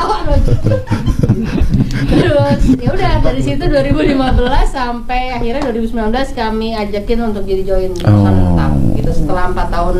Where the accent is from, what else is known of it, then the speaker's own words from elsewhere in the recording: Jakarta, Indonesia; Saya sebenarnya orang tua saya Jawa Tengah tapi saya dari kecil di Jakarta.